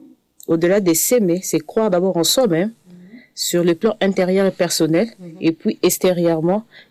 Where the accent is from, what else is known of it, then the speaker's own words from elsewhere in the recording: Kinshasa, DR Congo; now in France; j'ai 30 ans, je viens de Congo. Plus précisément de Congo-Kinshasa, comme il y a deux Congo, Brazzaville et Kinshasa. Et moi, je viens de Kinshasa. Je suis mère de 4 enfants, 3 filles et un garçon.